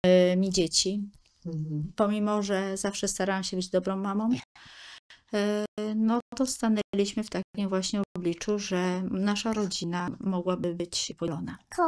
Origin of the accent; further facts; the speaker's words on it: Greater Poland Voivodeship, Poland; gdzie pochodzę z Wielkopolski, więc i tam poszukiwałam w różnych miejscach